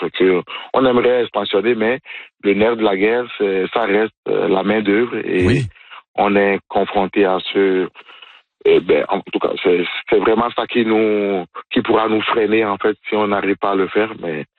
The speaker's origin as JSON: {"language": "French", "country": "Benin", "said": "j'accompagnais justement les anciens propriétaires dans le temps à faire venir des travailleurs étrangers de mon pays d'origine, du Bénin."}